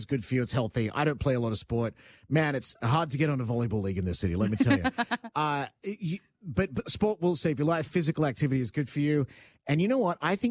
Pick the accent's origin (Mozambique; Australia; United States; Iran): Australia; I grew up in Australia.